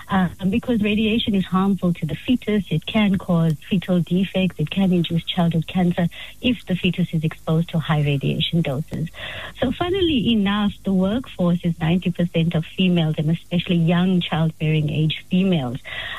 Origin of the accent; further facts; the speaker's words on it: Kokstad, KwaZulu-Natal, South Africa; now in Pretoria, South Africa; I'm actually from a very rural, small place in KZN, in Transkei, actually called Kokstad. We moved to Pretoria.